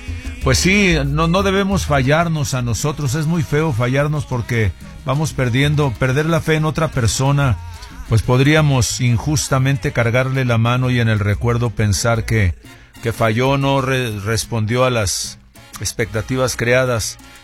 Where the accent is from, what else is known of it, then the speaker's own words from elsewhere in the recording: Mexico; No nos cuesta mucho y podemos ganar mucho como mexicanos y con nuestro autoestima por todo lo alto y justificadamente.